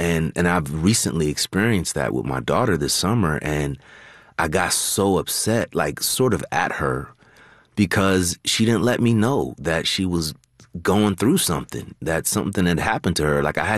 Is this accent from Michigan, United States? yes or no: no; California, United States; born or raised there